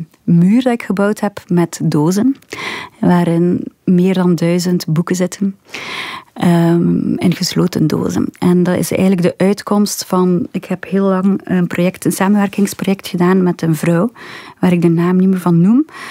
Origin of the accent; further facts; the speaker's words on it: Ingooigem, Flanders, Belgium; born there; De plaats waar Stijn Streuvels gewoond heeft. En dat is ook mijn geboortedorp eigenlijk in Gooichem.